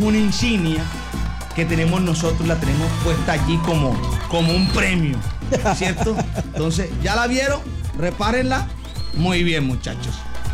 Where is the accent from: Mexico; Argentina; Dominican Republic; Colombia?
Colombia; Valencia, Córdoba; now in Montería, Colombia; Bueno, yo soy de Valencia.